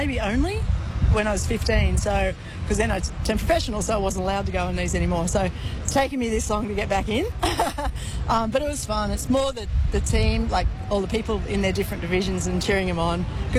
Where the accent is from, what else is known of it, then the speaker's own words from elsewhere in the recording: Clontarf, New South Wales, Australia; I grew up on the northern beaches, so at Clontarf we lived, and it was my closest beach was Manly.